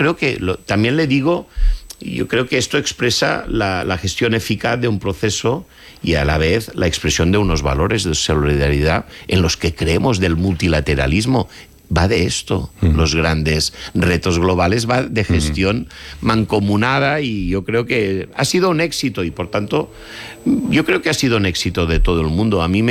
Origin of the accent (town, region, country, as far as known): Spain